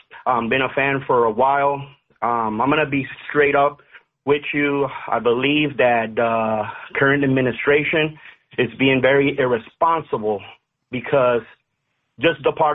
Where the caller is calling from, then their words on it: Puerto Rico; I'm calling here from the Caribbean and from Puerto Rico